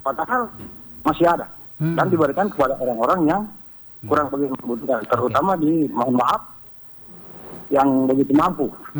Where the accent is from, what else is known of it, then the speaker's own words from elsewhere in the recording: Indonesia; Kami dari Kabupaten Bol ini menyangkut masalah gas LPG